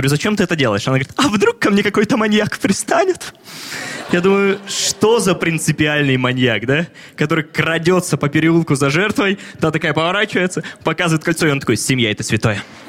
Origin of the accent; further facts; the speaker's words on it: Arkhangelsk, Arkhangelsk Oblast, Russia; now in Moscow, Russia; я из Архангельска родом, у нас там производят атомные подводные лодки